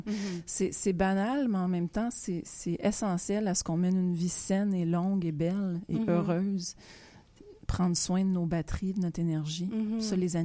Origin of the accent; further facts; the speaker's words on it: Montreal, Quebec, Canada; born there; je suis née à Montréal